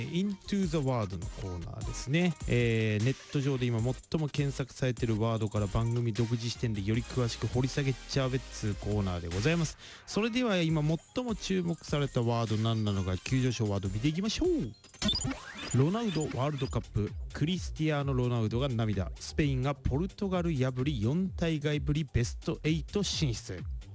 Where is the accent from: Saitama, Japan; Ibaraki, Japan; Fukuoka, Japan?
Ibaraki, Japan; で我らが茨城ですよ、もう俺の地元ね、隣に事務所はあっけど、俺の地元は鹿島アントラーズなわけだ。